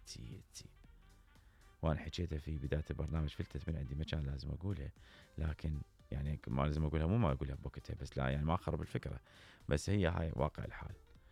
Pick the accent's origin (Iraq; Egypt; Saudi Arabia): Iraq; عندنا بالعراق